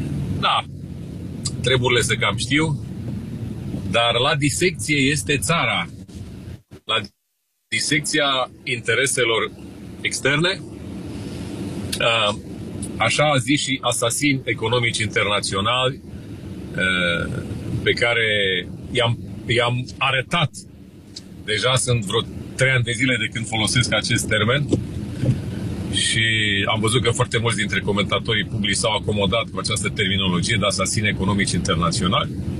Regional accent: Romania; noi ca români într-un stat român

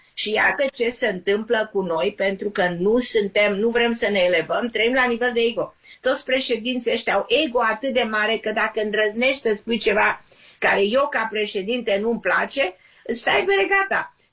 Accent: Romania; Eu privesc lucrurile ca cetățean american și ca român

